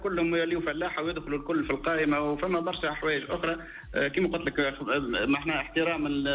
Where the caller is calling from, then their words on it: Tunisia; أنا مواطن تونسي ومهندس رئيس ورئيس إدارة محلية تابعة لمندوبية الفلاحة بالمنستير.